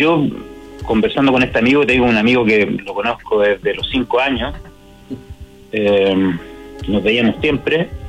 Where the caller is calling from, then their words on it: Maipú, Santiago Metropolitan Region, Chile; De Maipú.